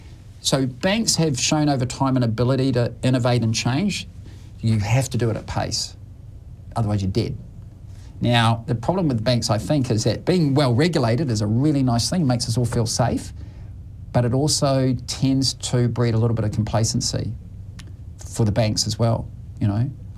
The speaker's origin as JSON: {"language": "English", "country": "New Zealand", "lives_now": "Australia", "said": "I'm a New Zealander, as you know, we've got a home there."}